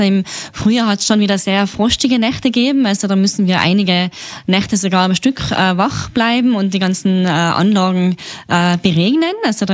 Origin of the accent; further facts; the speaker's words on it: Seefeld in Tirol, Tyrol, Austria; moved away as an adult; now in Flaurling, Austria; Ich bin ein typisches Gasthauskind vom Seefeld Labrador. Bin da im Restaurant meiner Familie aufgewachsen